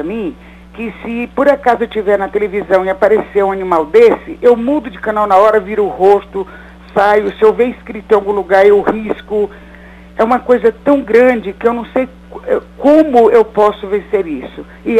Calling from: São Paulo, Brazil; Eu falo de São Paulo.

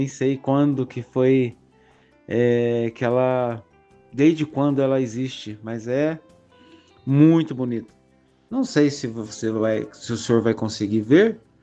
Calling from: Três Corações, Minas Gerais, Brazil; sou de Três Corações, Minas Gerais.

